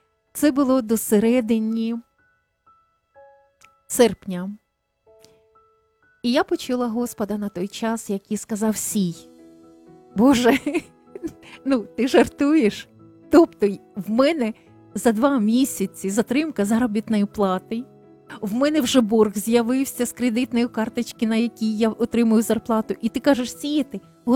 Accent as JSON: {"language": "Ukrainian", "region": "Kyiv", "country": "Ukraine", "said": "хоча я киянка"}